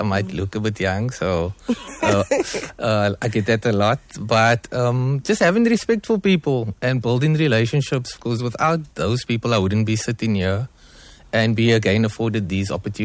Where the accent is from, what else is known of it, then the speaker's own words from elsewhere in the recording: Cape Town, Western Cape, South Africa; I'm born and raised right here in Athlone, not too far from the radio station.